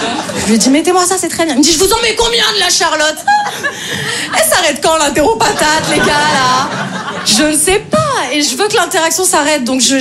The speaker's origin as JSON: {"language": "French", "town": "Paris", "region": "Île-de-France", "country": "France", "said": "Moi je viens de Paris."}